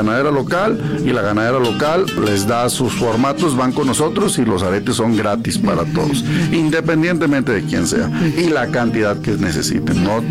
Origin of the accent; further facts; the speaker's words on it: Jalisco, Mexico; Sí, fíjate que nosotros ahora sí que somos jaliscienses, eso sí, que sea...